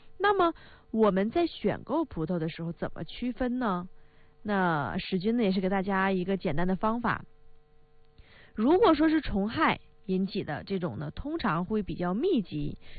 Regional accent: Northeast China, China; accent: Northeastern dialect; 就我们东北话来说。

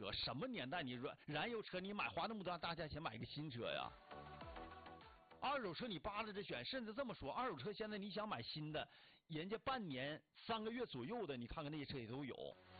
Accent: China; 我真的作为中国人看到金葵花这个车，我真的有一种骄傲感。

